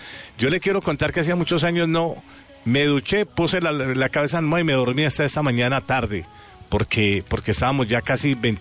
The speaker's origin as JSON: {"language": "Spanish", "town": "Pereira", "region": "Risaralda", "country": "Colombia", "accent": "paisa", "said": "Nosotros los paisas hablamos así, los de Pereira"}